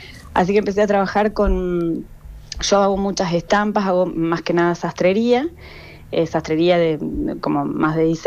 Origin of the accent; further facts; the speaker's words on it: Córdoba, Argentina; soy la única cordobesa. En teoría soy la única argentina.